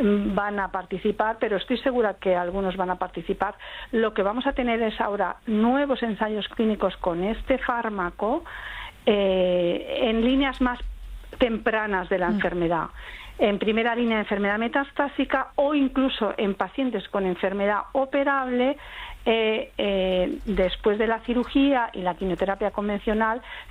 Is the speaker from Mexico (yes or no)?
no; Spain; yo soy de España, vivo en Madrid